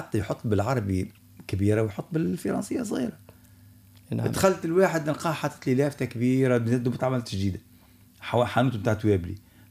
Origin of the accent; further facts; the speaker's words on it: Tunisia; عندنا في تونس